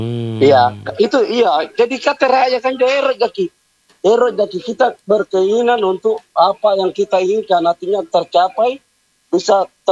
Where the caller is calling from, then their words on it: Gowa, South Sulawesi, Indonesia; saya ini sebagai orang Makassar, orang Goa